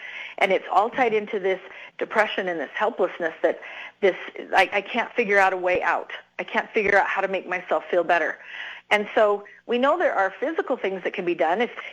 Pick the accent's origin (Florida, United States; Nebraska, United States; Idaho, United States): Idaho, United States; I am from Idaho, and so a lot of rural areas, so a lot of space between providers